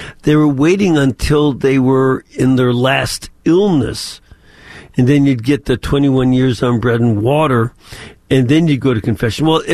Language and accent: English; Chicago, Illinois, United States; But this, I'm from Chicago originally. I am not shocked.